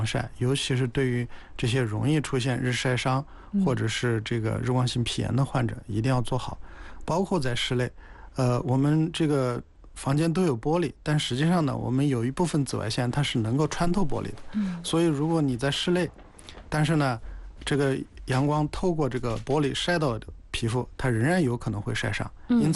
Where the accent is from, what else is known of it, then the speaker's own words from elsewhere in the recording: China; 我们中国人